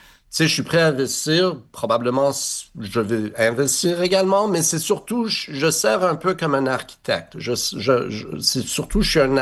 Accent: Montreal, Quebec, Canada; le fait que moi, je suis Montréalais, je suis Québécois, je suis ici, je suis bilingue, comme on dit

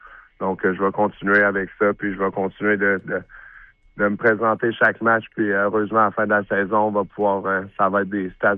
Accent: Quebec, Canada

